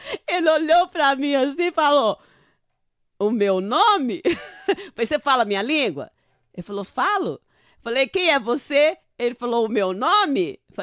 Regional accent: Uberaba, Minas Gerais, Brazil; moved away; Lá na minha cidade, lá na minha terra chamada Uberaba

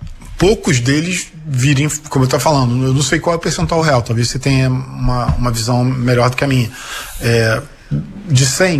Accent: Niterói, Rio de Janeiro, Brazil; É, eu sou de Niterói também

